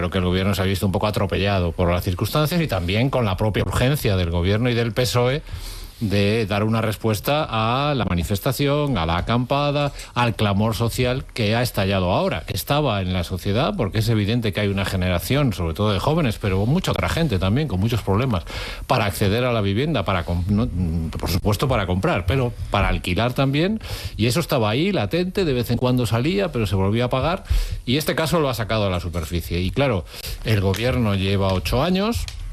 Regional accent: Vigo, Galicia, Spain; soy de Vigo.

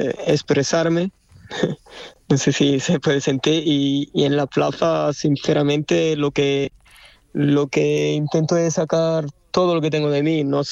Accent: Cádiz, Andalusia, Spain; moved away as an adult; now in France; no hay que olvidar que soy de Cádiz. Hasta los 18 años pertenecí a la escuela Francisco Montes Paquiro allí en Chiclana con el maestro Emilio Oliva.

